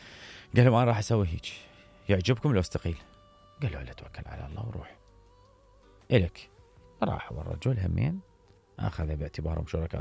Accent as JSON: {"language": "Arabic", "country": "Iraq", "said": "فاذا نحن كمواطن عراقي"}